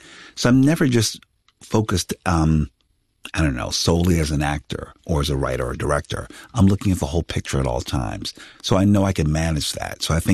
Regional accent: Philadelphia, Pennsylvania, United States; I come from a very humble place. I come from

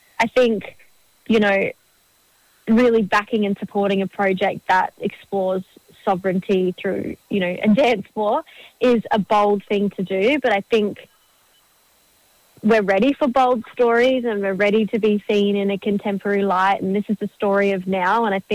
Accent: Alice Springs, Northern Territory, Australia; And I'm from Alice Springs, and we're nowhere near that now, which is really sad.

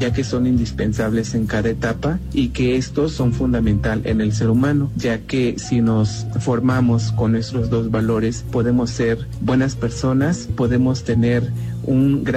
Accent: Humotitla, Hidalgo, Mexico; de la comunidad de Humotitla, de este municipio de Huejutla

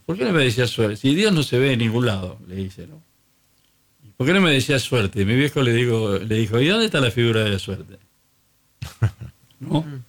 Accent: Monte Grande, Buenos Aires Province, Argentina; Yo nací en Monte Grande, vivimos en Villa Diamante y había mucha pobreza y a veces se comía del suelo porque no había para comer.

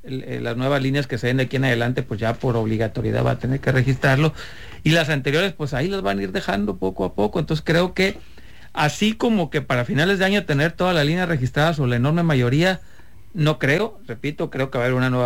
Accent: Mexico; como buenos mexicanos vamos a dejar todo para el último momento

